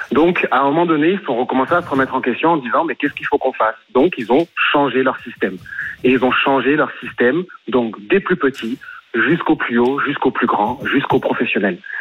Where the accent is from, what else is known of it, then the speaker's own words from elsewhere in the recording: Montpellier, Occitanie, France; born there; moi, je viens de Montpellier.